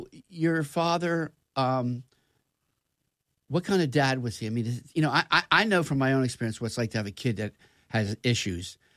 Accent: Pennsylvania, United States; I'm from Delco.

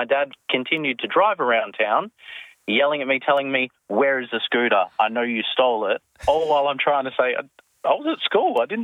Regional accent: Bridgetown, Western Australia, Australia; now in Allanbrook, Australia; I grew up in Bridgetown, did my high schooling down there

